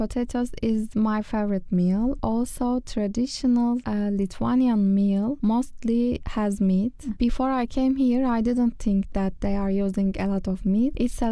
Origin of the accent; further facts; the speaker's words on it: Turkey; moved away as an adult; I'm from Turkey.